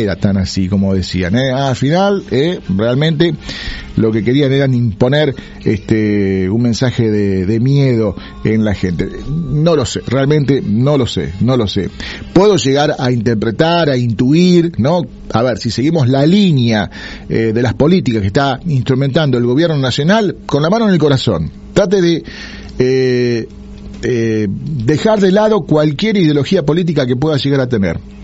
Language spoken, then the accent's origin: Spanish; Punta Alta, Buenos Aires Province, Argentina; como puntaltenses, como rosarinos y rosarinas